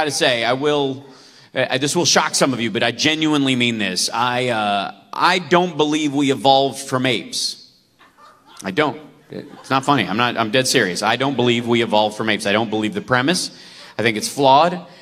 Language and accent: English; Kentucky, United States; I grew up in Kentucky, and I was driven away from it early on by the Noah's Ark story, actually.